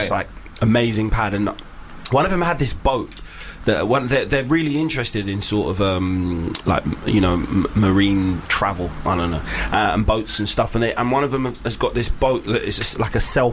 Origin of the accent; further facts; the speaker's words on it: Hackney, London, United Kingdom; I'm actually from Hackney.